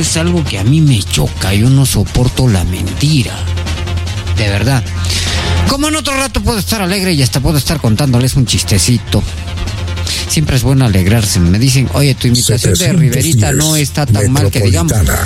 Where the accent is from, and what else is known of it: Arequipa, Peru